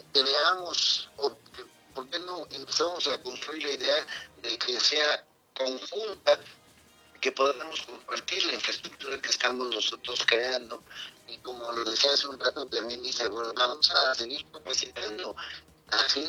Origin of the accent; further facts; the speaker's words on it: Mexico; yo como dirigente estatal del Partido del Trabajo, también como mexicano